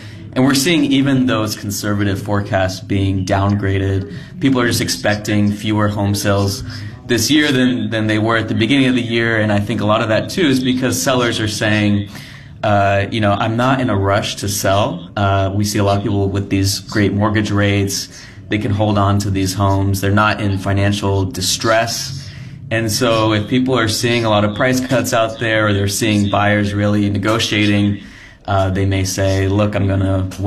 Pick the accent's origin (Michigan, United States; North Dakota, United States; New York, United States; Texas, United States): Texas, United States; Austin; I'm from Austin.